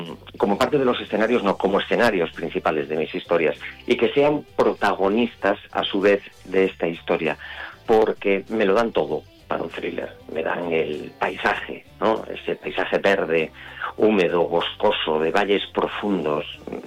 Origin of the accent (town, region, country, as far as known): Galicia, Spain